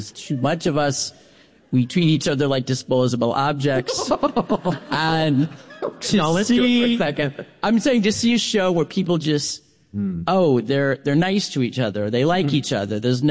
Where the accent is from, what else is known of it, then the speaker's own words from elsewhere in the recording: East Coast, United States; I lived here like 40 years and I grew up on the East Coast.